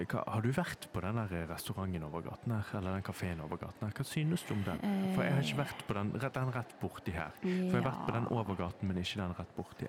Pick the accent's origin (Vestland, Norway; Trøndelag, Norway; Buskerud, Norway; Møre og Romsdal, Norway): Vestland, Norway; Bergen; jeg er jo fra Bergen, og Bergen har et litt annet sosialt uttrykk, kan man si.